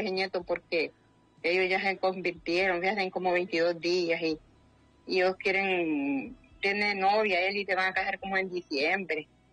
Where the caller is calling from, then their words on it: Danlí, El Paraíso, Honduras; Yo vivo adelante de Danlí, yendo para Santa María, por el lado de yendo para Patuca, ahí